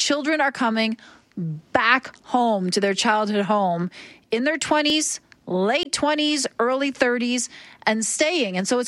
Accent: Oshawa, Ontario, Canada; moved away; I grew up in Oshawa, which is outside Toronto.

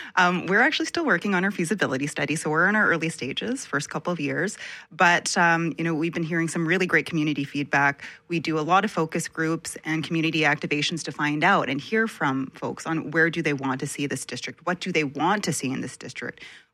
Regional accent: Manitoba, Canada; I'm very proud to be as much a Filipino Manitoban and a Manitoban.

